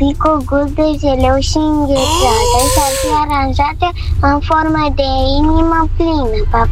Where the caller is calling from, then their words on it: Romania; din Berceni.